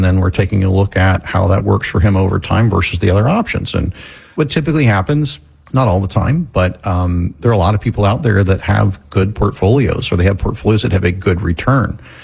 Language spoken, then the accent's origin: English; Florida, United States; And so we were aware growing up in Florida that school teachers in Florida didn't get paid as much as school teachers, you know, in other places.